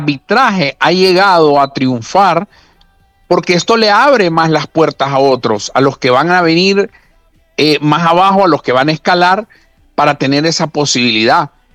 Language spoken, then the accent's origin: Spanish; Honduras; nosotros como hondureños